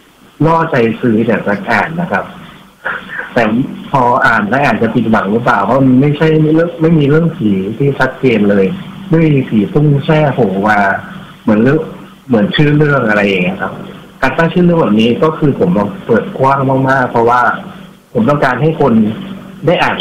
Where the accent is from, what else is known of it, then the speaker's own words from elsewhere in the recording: Chiang Kham district, Phayao, Thailand; จริงๆแล้วผมเป็นคนพะเยาอำเภอจอกคำใต้จุดกำเนิดนะผมก็จะพูดภาษาเหนือครับ